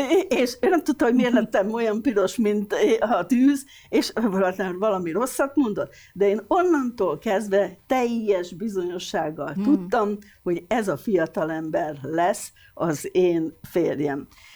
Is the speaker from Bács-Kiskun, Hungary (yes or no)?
no; Debrecen, Hajdú-Bihar, Hungary; az életemben először voltam szülővárosom Debrecen határain kívül.